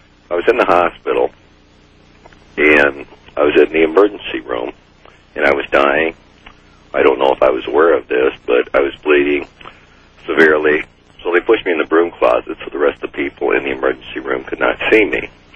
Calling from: Kenosha, Wisconsin, United States; I'm from Kenosha.

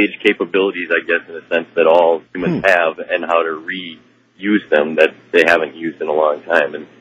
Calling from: Minnesota, United States; I'm listening on KSTP in Minnesota.

